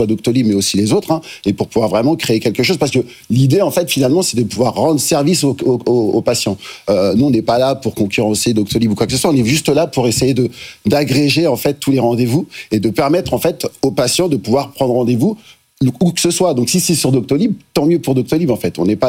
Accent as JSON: {"language": "French", "town": "Lyon", "region": "Auvergne-Rhône-Alpes", "country": "France"}